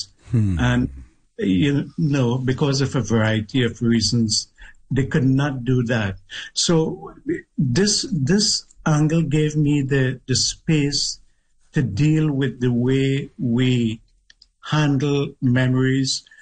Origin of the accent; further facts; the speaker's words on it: Tabla, Trinidad & Tobago; I grew up in South Trinidad in a little village called Tabla. And there was an extended, you know, I grew up in a house with an extended family.